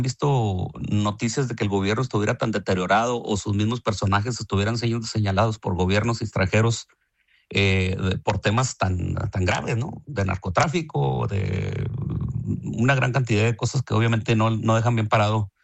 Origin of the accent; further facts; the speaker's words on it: Mexico; cada uno de nosotros como mexicanos aportamos a través de nuestros impuestos.